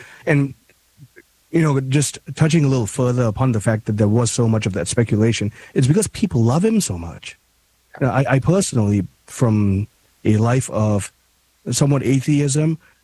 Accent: Kuala Lumpur, Malaysia; I'm from Kuala Lumpur, Malaysia.

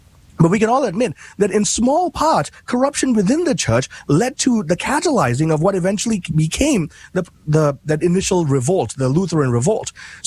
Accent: Malaysia; now in United States

